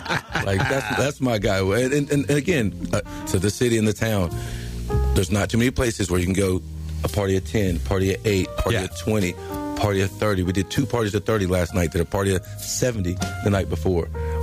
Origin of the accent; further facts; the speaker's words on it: Charlotte, North Carolina, United States; moved away as an adult; now in Chapel Hill, United States; I'm from Charlotte, which is not too far from here, but Charlotte is, it's a lot of people from a lot of different areas that didn't grow up there.